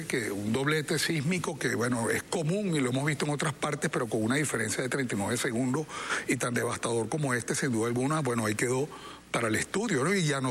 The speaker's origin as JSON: {"language": "Spanish", "country": "Venezuela", "said": "pudimos nosotros como venezolanos pensar como que Venezuela estaba sola"}